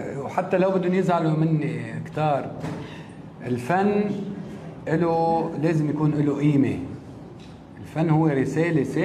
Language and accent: Arabic; Lebanon; اللهجة فيها قريبة شوي منا نحن كلبنانيين